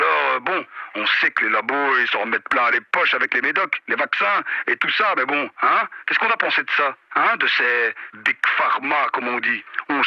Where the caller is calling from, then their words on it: Brussels, Brussels-Capital Region, Belgium; de Bruxelles.